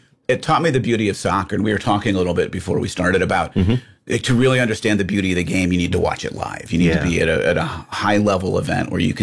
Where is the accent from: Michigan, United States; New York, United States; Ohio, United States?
Ohio, United States; Growing up in Northeastern Ohio, I played.